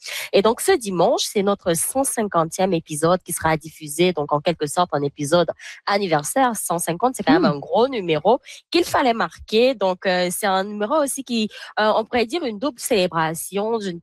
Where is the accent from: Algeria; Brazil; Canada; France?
Canada; Winnipeg, Manitoba; ici chez nous à Winnipeg.